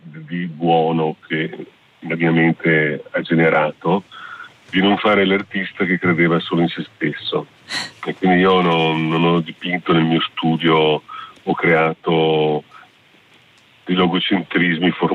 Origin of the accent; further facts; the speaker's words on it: Venice, Veneto, Italy; sono veneziano.